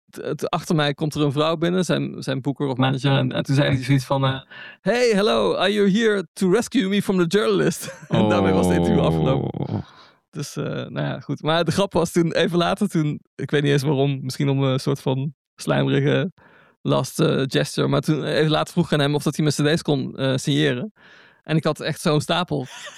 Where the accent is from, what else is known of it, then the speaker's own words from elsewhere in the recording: Netherlands; En dat zeg ik wederom niet als Nederlander.